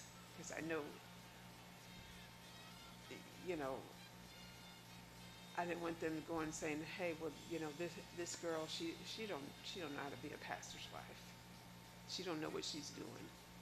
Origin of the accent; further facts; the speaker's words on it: East Coast, United States; moved away as an adult; where I grew up on the East Coast